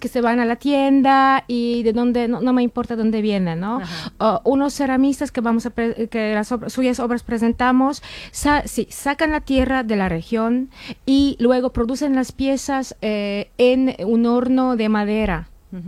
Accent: Kraków, Lesser Poland, Poland; Spanish is a second language; now in Madrid, Spain; yo vengo ahora de Madrid, pero yo soy de Cracovia, entonces del sur de Polonia

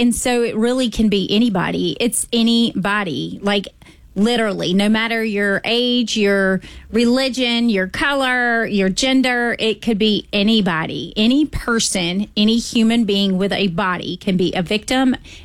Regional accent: South Carolina, United States; it happened to me, and I'm from Lexington County.

